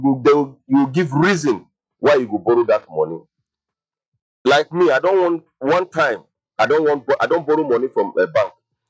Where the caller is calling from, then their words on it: Nigeria; as Nigerian citizens